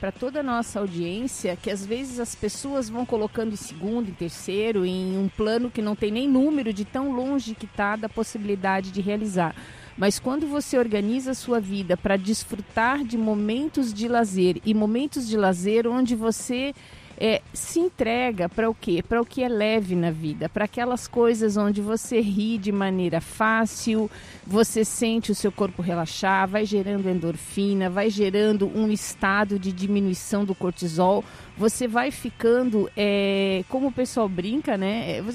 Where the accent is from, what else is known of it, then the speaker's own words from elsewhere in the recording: Florianópolis, Santa Catarina, Brazil; Quando eu era pequena, assim, lá em Florianópolis, tinha um único centro comercial com uma escada rolante.